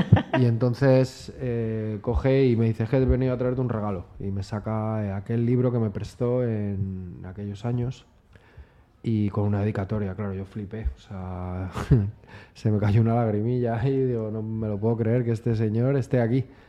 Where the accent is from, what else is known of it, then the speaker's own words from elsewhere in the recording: Madrid, Community of Madrid, Spain; born there; also born or lived in Majadahonda / Boadilla del Monte / Carabanchel; yo nací en Usera